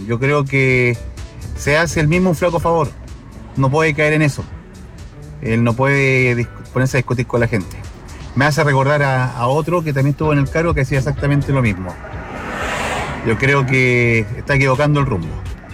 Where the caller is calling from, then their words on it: Iquique, Tarapacá, Chile; Yo vivo en Iquique, pero hoy estoy acá en Arica y mañana paso a Tacna, mira.